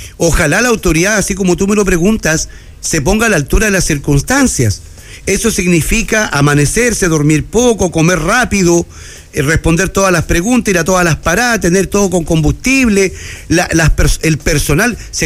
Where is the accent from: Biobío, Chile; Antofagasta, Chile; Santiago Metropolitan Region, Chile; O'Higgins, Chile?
Antofagasta, Chile; Los que somos de Antofagasta y vivimos lamentablemente el 91, lo sabemos.